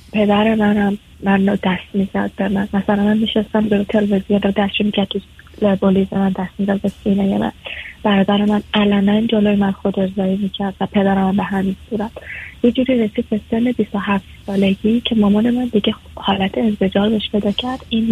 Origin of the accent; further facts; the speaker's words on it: Iran; now in Canada; وقتی که از ایران اومدم.